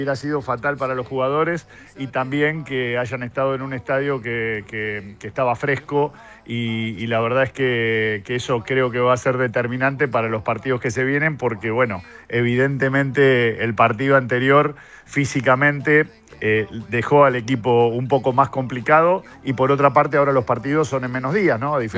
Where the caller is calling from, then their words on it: Argentina; como somos los argentinos en estos casos, ¿no?